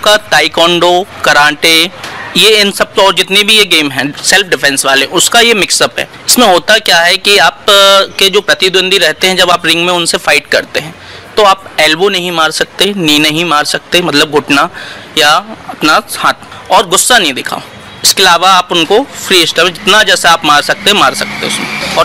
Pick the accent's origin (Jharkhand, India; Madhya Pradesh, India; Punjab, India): Madhya Pradesh, India; now in Makronia, Sagar, India; मैं दीनदयाल नगर मकरोनिया में वर्तमान समय में रहता हूँ और मेरा पैतृक निवास है बंडा के पास, एक छोटा सा क्षेत्र है बिनय का, वहाँ का मैं मूल निवासी हूँ।